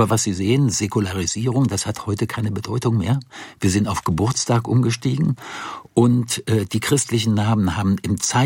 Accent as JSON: {"language": "German", "region": "Rhineland", "country": "Germany", "said": "ich komme aus dem Rheinland"}